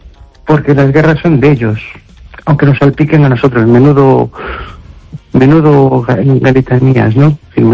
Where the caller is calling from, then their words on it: Amoeiro, Galicia, Spain; de Un Toldo de Amoeiro.